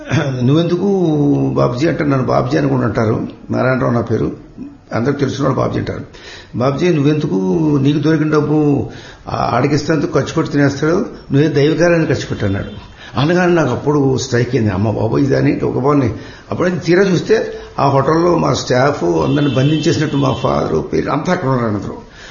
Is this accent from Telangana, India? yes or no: no; Kolamuru, Andhra Pradesh, India; also born or lived in Rajahmundry; మా అసలు ఒరిజినల్ గా స్వగ్రామం కోలమూరు